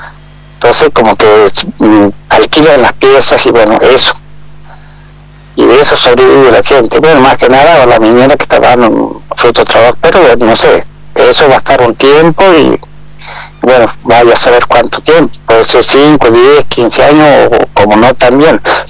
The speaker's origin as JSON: {"language": "Spanish", "town": "Rinconada", "region": "Jujuy", "country": "Argentina", "also_born_or_lived": "Buenos Aires", "said": "trabajaba cuando vine del departamento de Rinconada, San Salvador de Jujuy, yo iba a la escuela nocturna."}